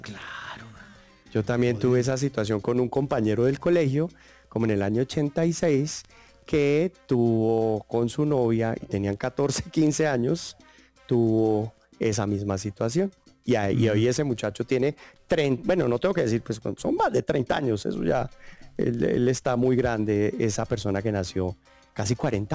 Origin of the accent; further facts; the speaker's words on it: Colombia; yo diría, como colombianos